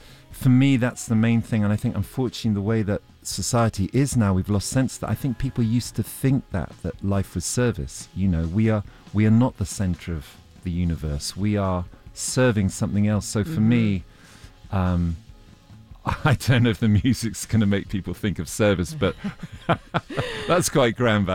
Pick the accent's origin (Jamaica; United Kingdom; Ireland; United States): United Kingdom; South East England; I'm a British man from Oxfordshire.